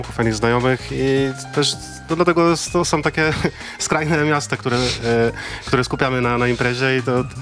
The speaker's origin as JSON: {"language": "Polish", "town": "Łódź", "region": "Łódź Voivodeship", "country": "Poland", "said": "Ja jestem z Łodzi."}